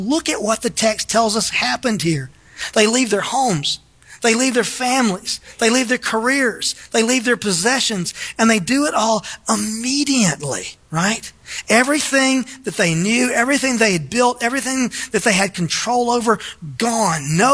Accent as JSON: {"language": "English", "region": "Florida", "country": "United States", "said": "We're from Florida."}